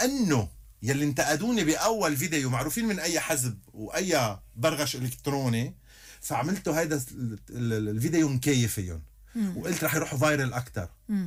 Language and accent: Arabic; Lebanon; أنا لبناني، أنا حامل 17 طايفة على كتافي.